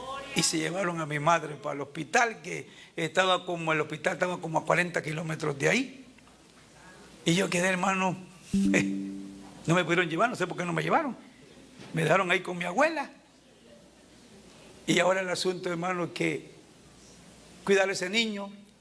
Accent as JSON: {"language": "Spanish", "country": "Panama", "tie": "born or raised there", "moved": "yes", "said": "yo fui criado, en Panamá"}